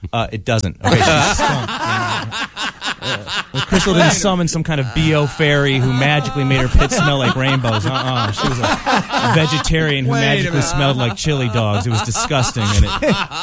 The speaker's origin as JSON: {"language": "English", "region": "California", "country": "United States", "tie": "born or raised there", "said": "I grew up in California, and I grew up in college."}